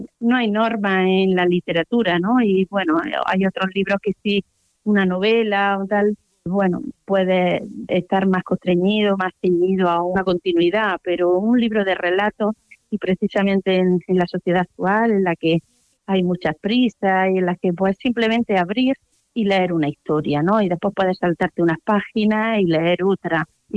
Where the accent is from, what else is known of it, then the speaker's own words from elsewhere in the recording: Alcudia de Guadix, Andalusia, Spain; moved away; Yo soy de Alcudia